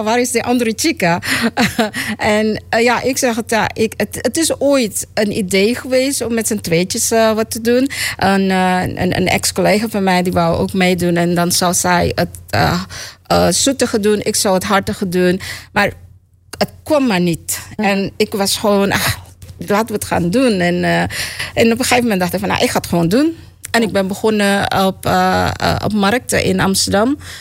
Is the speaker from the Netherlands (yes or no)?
no; Suriname; born there; also born or lived in Dallas